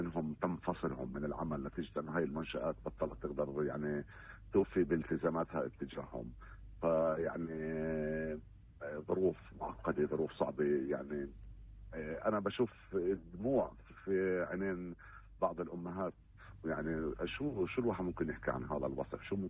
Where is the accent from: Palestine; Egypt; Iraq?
Palestine; يعني احنا كفلسطينيين كمان